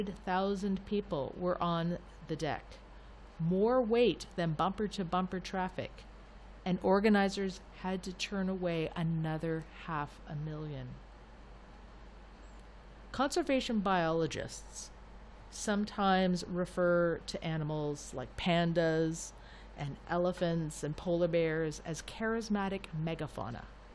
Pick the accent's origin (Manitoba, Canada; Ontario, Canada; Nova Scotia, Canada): Ontario, Canada; Toronto; In my hometown in Toronto